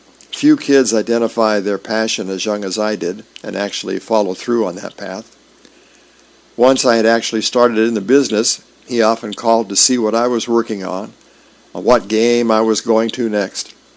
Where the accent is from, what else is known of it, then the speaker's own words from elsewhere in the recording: Fort Myers, Florida, United States; I grew up in Fort Myers, Florida, where the Kansas City Royals held spring training at Terry Park from 1969 to 1987.